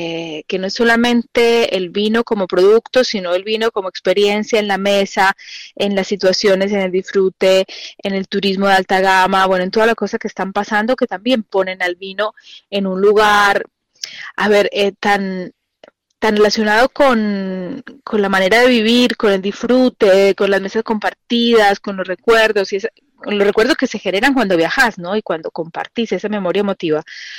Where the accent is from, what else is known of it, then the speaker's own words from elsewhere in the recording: Mendoza, Argentina; el segundo es el fuego, que también nos da esa identidad como mendocinos y como Argentina, ¿no?